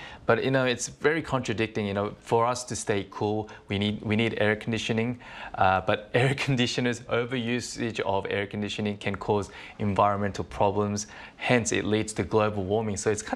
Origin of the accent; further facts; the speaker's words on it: Australia; Because I'm from Australia, I can kind of like withstand the heat more than others, tolerate it.